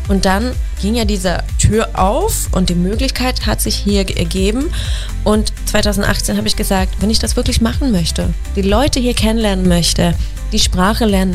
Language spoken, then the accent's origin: German; Sweden; now in Germany; Also ich liebe Schweden. Ich bin wirklich, also ich liebe meine Heimat und meine Heimat liegt mich wirklich ganz am Herzen